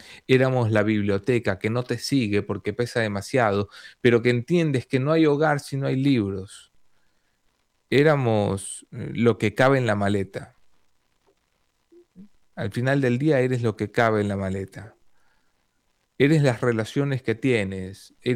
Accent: Ecuador; Y los que hablamos con el acento marcado, golpeado, como si fuéramos Sofía Vergara, pero sin gracia, sin ninguna gracia. Hay dos tipos de ecuatorianos, supongo.

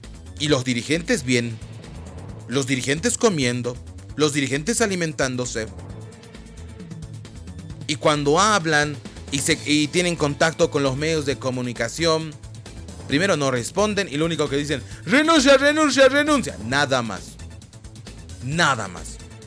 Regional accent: Bolivia; Somos ciudadanos bolivianos

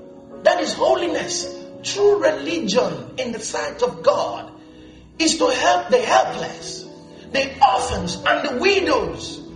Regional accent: Lesotho; You know, I'm from Lesotho.

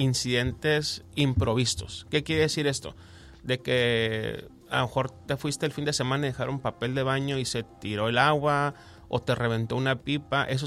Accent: Mexico; como buenos mexicanos, no nos gusta usar el seguro.

